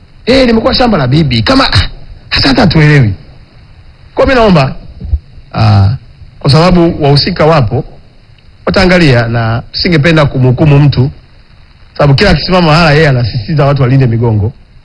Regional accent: Tanzania

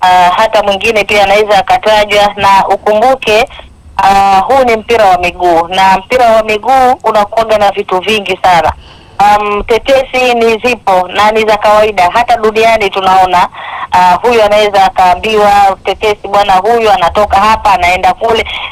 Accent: Iringa, Tanzania; Iringa kijijini kwetu pale Detero

